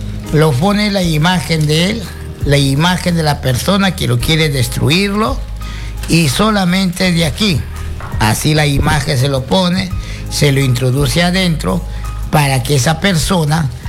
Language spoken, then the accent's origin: Spanish; Iquitos, Loreto, Peru; moved away; Y qué bien llegaste a mi tierra, a Iquitos.